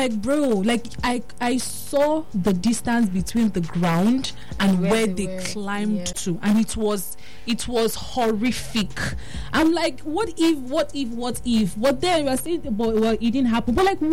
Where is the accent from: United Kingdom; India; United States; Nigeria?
Nigeria; I am too Nigerian for that.